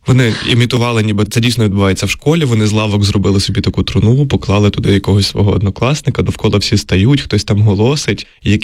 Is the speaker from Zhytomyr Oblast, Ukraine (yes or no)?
yes; Zhytomyr Oblast, Ukraine; я родом з Житомирщини, нас ніхто ніколи біля покійника не фотографувався